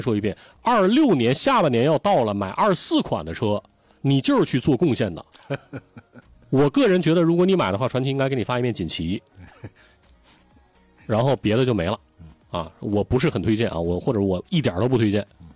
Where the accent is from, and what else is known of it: China